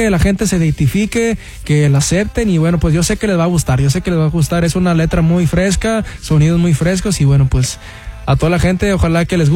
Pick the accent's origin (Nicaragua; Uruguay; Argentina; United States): United States; Houston, Texas; yo soy nacido y radicamos ahí en Houston, Texas, pero traigo de descendencia y raíces mexicanas de, para ser exacto, Veracruz, México.